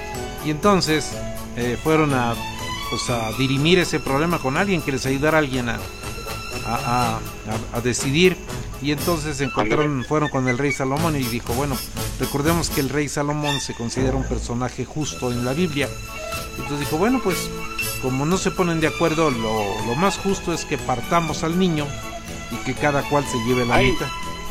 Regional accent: Mexico; Yo soy mexicano

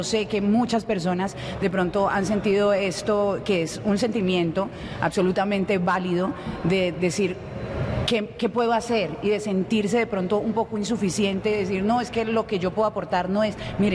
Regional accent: Cali, Valle del Cauca, Colombia; now in Medellín, Colombia; Yo soy una caleña que vive en la ciudad de Medellín

